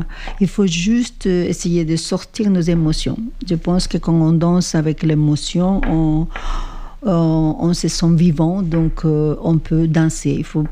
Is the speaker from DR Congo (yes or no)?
no; Mompox, Bolívar, Colombia; now in Montpellier, France; je viens d'une région de Mompos, la dépression Mompossina, qui est un creuset de tradition. Et qui conserve énormément ses racines. C'est un village qui vit et danse